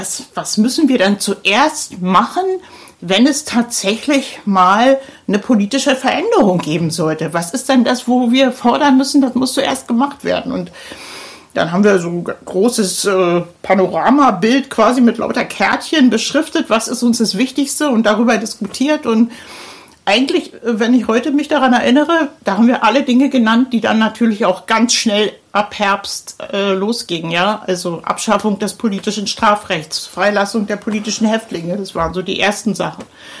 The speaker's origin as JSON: {"language": "German", "region": "Berlin", "country": "Germany", "said": "Also ich komme aus dem Stadtbezirk Pankow und habe mich da auch engagiert"}